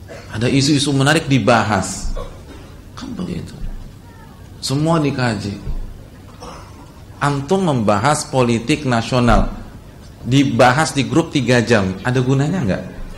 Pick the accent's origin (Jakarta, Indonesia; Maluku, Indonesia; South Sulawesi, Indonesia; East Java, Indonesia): Jakarta, Indonesia; apalagi kita orang Jakarta